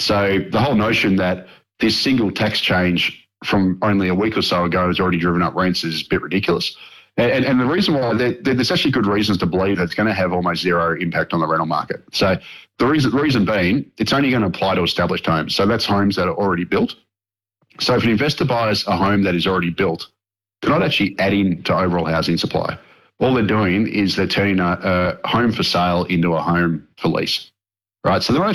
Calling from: Melbourne, Victoria, Australia; I'm actually calling from Melbourne, right? So I live in Melbourne.

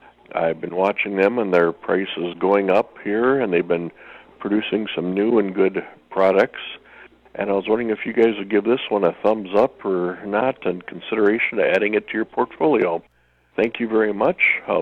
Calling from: Minneapolis, Minnesota, United States; from Minneapolis

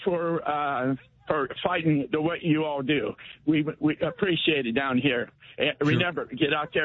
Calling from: Spartanburg, South Carolina, United States

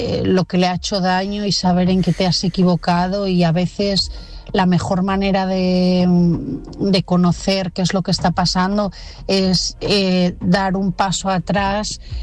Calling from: Asturias, Spain

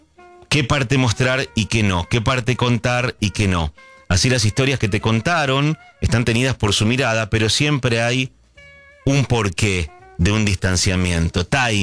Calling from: Banfield, Buenos Aires Province, Argentina; de Banfield, escucho todas las noches

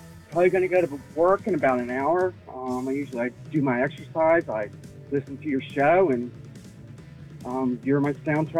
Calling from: Chalfont, Pennsylvania, United States; I'm from Chalfont, PA.

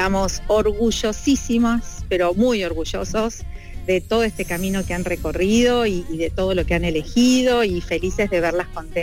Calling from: Chascomús, Buenos Aires Province, Argentina; Él se llama Jorge … somos de Chascomús

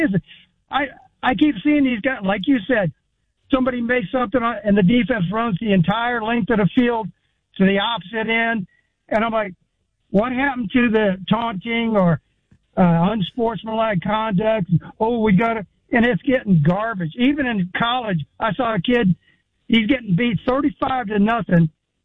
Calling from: Florida, United States; I'm calling from Florida, and the storm will, you know, kind of miss us a little bit.

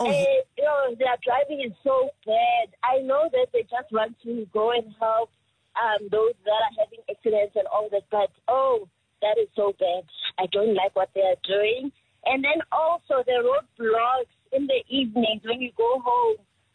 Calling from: Alberton, Gauteng, South Africa; I'm calling Albertson.

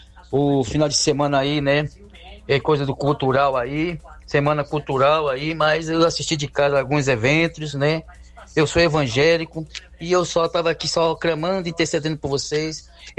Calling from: Cotia, São Paulo, Brazil; sou daqui do Parque Miguel Brizola, Cotia, São Paulo.

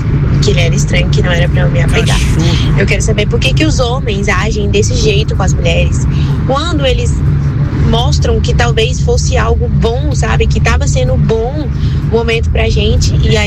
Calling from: Brasília, Federal District, Brazil; Sou aqui de Brasília

